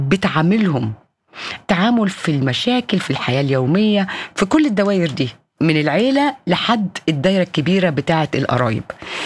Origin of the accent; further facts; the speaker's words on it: Cairo, Cairo Governorate, Egypt; moved away; عندنا في القاهرة